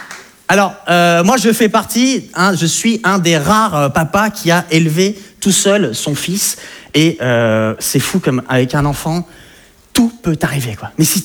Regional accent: France; en tant que Français, tu lis le journal, bah, tu bouffes ça comme des tic-tac, quoi.

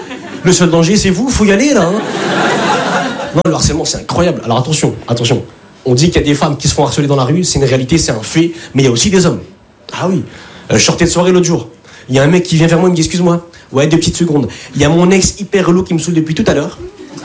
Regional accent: Lille, Hauts-de-France, France; now in Paris, France; Je viens d'arriver sur Paris. Je viens de Lille.

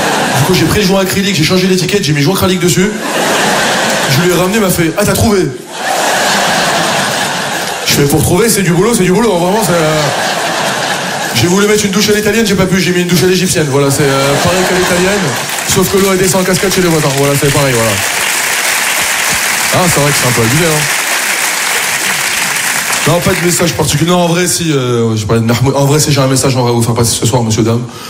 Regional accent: France; Et comme je suis un bon français, il y a moins que vous m'augmentez

